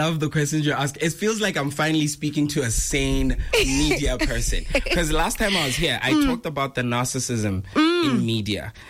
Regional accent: Botswana; it means the world to me to know that I come from this place.

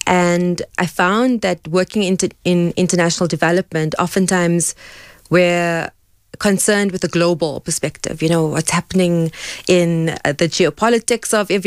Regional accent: Cape Town, Western Cape, South Africa; born or raised there; now in Johannesburg, South Africa

